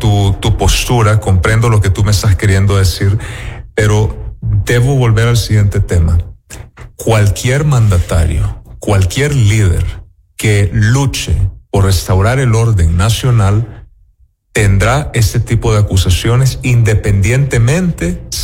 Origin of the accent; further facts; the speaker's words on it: El Salvador; yo vengo de El Salvador